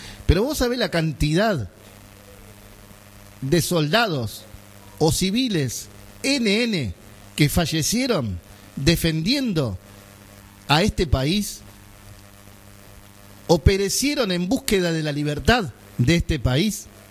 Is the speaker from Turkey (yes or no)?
no; Argentina; como argentinos que somos de bien